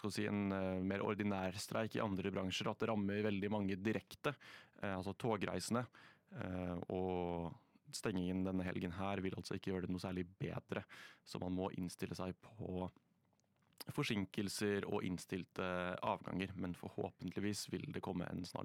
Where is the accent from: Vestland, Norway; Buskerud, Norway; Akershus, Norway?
Buskerud, Norway; Hole; moved away; Jeg skal hjem en tur til Hole